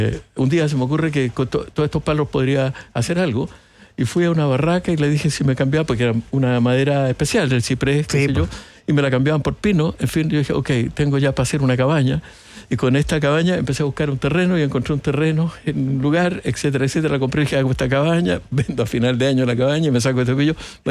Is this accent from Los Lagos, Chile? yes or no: no; Valparaíso, Chile; also born or lived in Madrid, Spain; Yo soy porteño, nací en Valparaíso, siempre amé al mar, y dije, bueno, siempre voy a buscar volver al mar, etc.